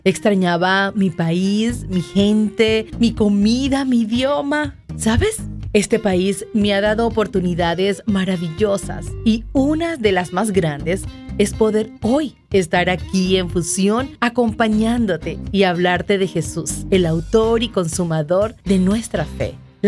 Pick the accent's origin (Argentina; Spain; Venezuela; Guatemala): Venezuela; first language Spanish; moved away as an adult; now in United States; Soy venezolana, mi esposo nació en Estados Unidos y su familia es de México. Llegué aquí a los 43 años y al principio, no te miento, lloré mucho. Extrañaba mi país, mi gente